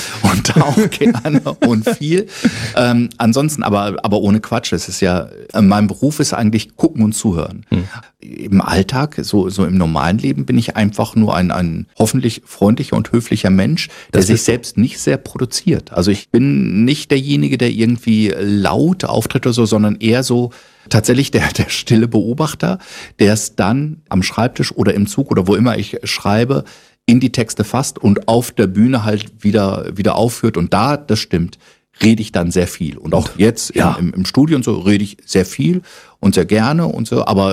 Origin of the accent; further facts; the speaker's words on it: Lower Saxony, Germany; Und dann habe ich als Niedersachse, der ja eigentlich ein fast perfektes Hochdeutsch spricht